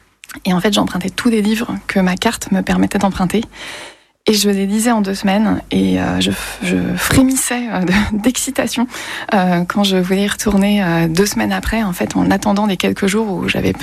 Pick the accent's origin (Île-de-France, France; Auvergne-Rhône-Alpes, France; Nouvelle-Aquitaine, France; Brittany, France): Brittany, France; Quimper; also born or lived in Morlaix, France / Canada; now in Nantes, France; Non, je suis née dans le Finistère, à Morlaix, et j'ai grandi à Quimper.